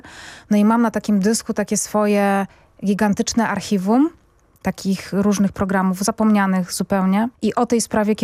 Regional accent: Zabrze, Silesian Voivodeship, Poland; ja się wychowywałam na ulicy Sobieskiego, tam poza tym jest budynek Sobieskiego 100, nie w Warszawie, tylko w Zabrzu.

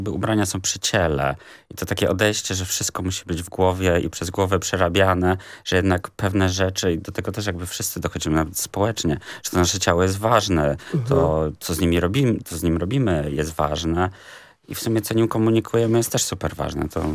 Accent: Greater Poland Voivodeship, Poland; Też jesteśmy z Wielkopolski

